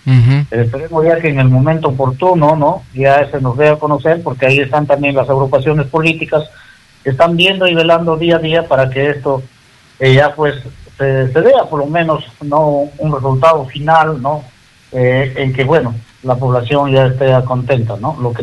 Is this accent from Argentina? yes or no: no; Peru; now in San Ignacio, Peru; como buenos peruanos que somos.